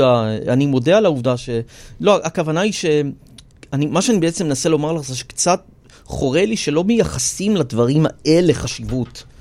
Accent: Rishon LeZion, Central District, Israel; born there; אני אוהד את הקבוצה של העיר שנולדתי בה, שזה עירוני ראשון.

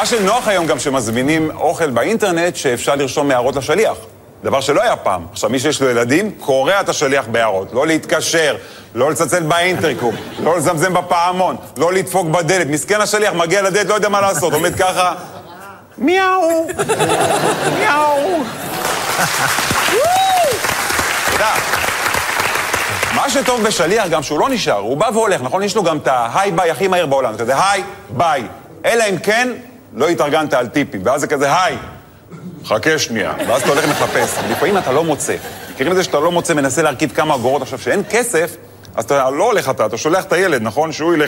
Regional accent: Netanya, Central District, Israel; האמת, אני גדלתי בנתניה

